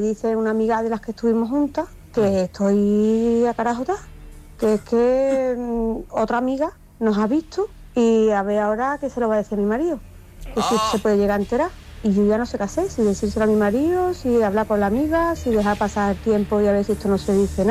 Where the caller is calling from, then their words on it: Seville, Andalusia, Spain; Soy de Sevilla